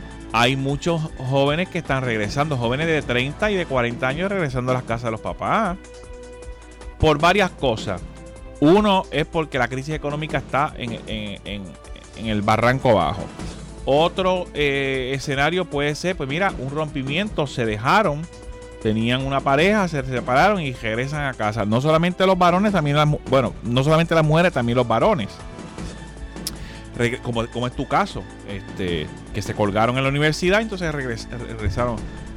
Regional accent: Quebradillas, Puerto Rico; Yo me acuerdo de mi pueblo de Quebradillas, me acuerdo de los barrios.

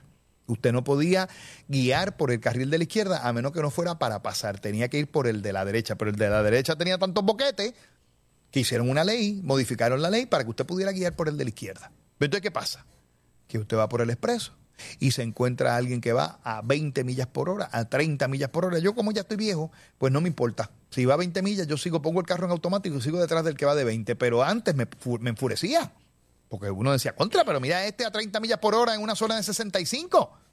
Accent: Puerto Rico

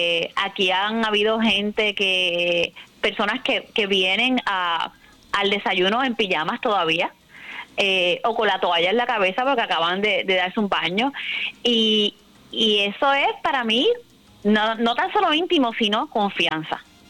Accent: Puerto Rico

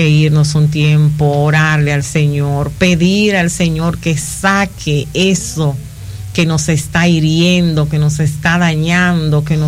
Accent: Dominican Republic; Como decimos en buen dominicano

